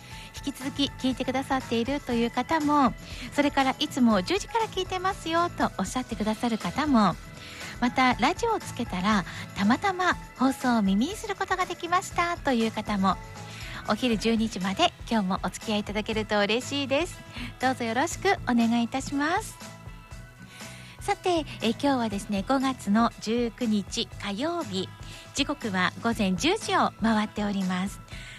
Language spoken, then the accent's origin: Japanese; Yamagata, Japan; 私やっぱり地元山形の